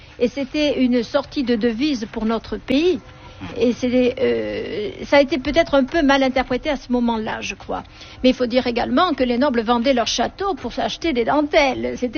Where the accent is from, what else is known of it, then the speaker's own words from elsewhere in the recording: Toulouse, Occitanie, France; en tant que Toulousaine